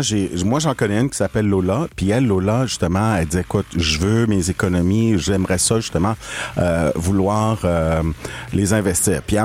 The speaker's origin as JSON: {"language": "French", "region": "Quebec", "country": "Canada", "accent": "Québécois (Keb)", "said": "Avec mon gros accent Keb"}